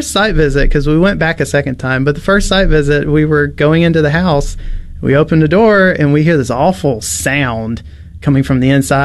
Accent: Vicksburg, Mississippi, United States; So I grew up in Vicksburg, so I'm just surrounded by history.

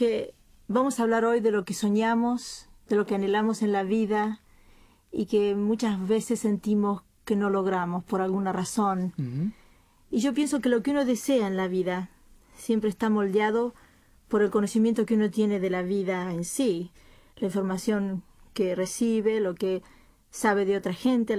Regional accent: Argentina

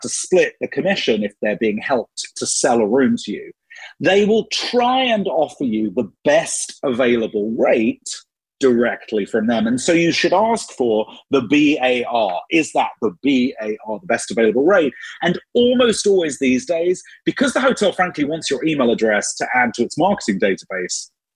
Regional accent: United Kingdom; born or raised there; moved away as an adult; now in United States

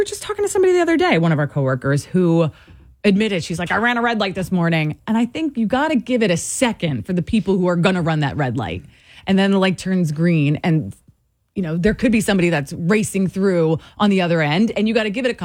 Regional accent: New Jersey, United States; We're all on the same page because we're from New Jersey, but it's like a public service announcement for anybody visiting the state.

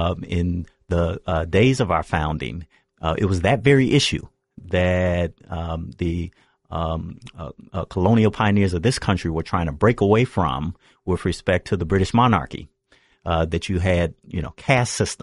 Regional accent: Chicago, Illinois, United States; born there; I was born in Chicago, south side of Chicago.

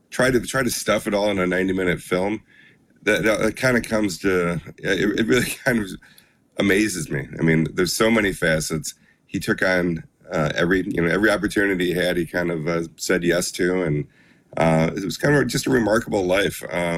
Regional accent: Wisconsin, United States; I'm 60 years old. I grew up in Wisconsin and I was a Brewer fan, Bob Uecker fan.

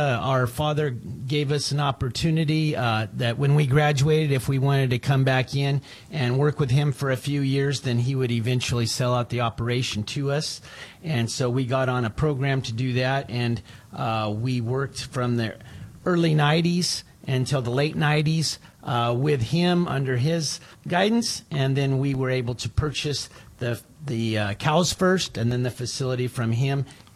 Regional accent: California, United States; So I grew up on the dairy farm where we produce all of the milk that we use in our products here at Rosa Brothers, and that's where I grew up. Went to local schools there, Delta View School.

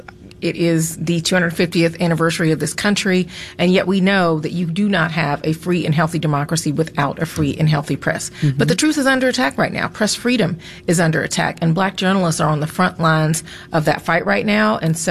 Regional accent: Atlanta, Georgia, United States; born or raised there

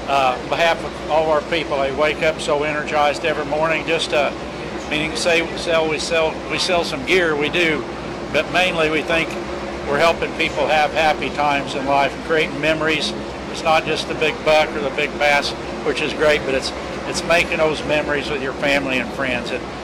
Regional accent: Springfield, Missouri, United States; And so Brad Pitt, him and his brother, Doug, they grew up in my hometown, Springfield, Missouri, and they were just reminding me of this the other day.

